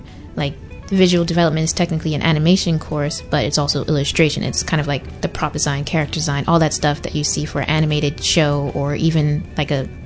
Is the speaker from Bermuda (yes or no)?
yes; Bermuda; moved away as an adult; now in United States; always have home here in Bermuda. I'm also American and I have American citizenship